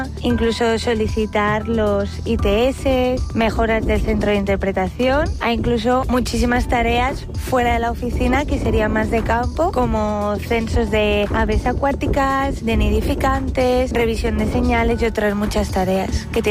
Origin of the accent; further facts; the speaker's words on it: Ibiza, Balearic Islands, Spain; soy ibicenca de padre, madre y abuelos